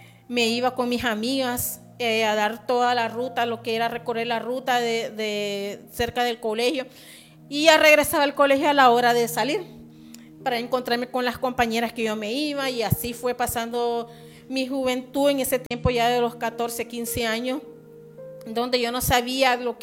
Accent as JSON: {"language": "Spanish", "town": "El Progreso", "region": "Yoro", "country": "Honduras", "said": "soy del Progreso Lloro"}